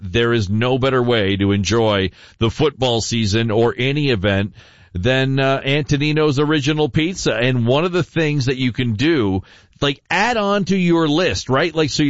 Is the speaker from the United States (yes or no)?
no; Canada; I'm thankful I'm Canadian.